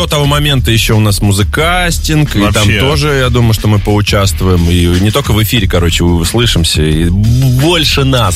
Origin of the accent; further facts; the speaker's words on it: Moscow Oblast, Russia; 24 года, дизайнер, Одинцовский район.